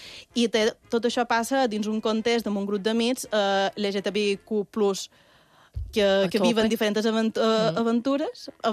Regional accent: Marratxí, Balearic Islands, Spain; i jo sóc de Marratxística enamorada.

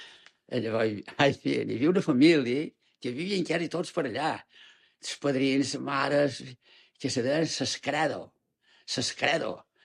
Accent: Palma, Balearic Islands, Spain; Bueno, vaig néixer a Palma. Ja són dels Hostalets.

